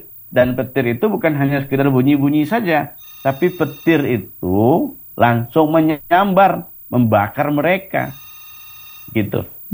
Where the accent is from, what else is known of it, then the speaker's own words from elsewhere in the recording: West Sumatra, Indonesia; melemahkan bagaimana karakter kita orang Minangkabau juga.